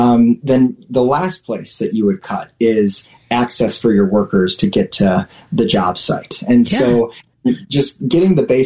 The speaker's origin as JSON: {"language": "English", "town": "Racine", "region": "Wisconsin", "country": "United States", "tie": "born or raised there", "also_born_or_lived": "Russia", "said": "So I was actually born halfway across the world and adopted at the age of two from a Russian orphanage, and grew up in this all-American town known as Racine, Wisconsin."}